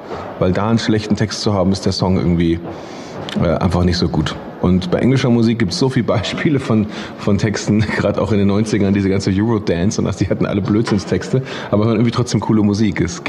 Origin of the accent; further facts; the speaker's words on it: Nuremberg, Bavaria, Germany; Ferdinand Schwarz ist ein junger Keyboarder, der ist aus Nürnberg, aus meiner Heimat auch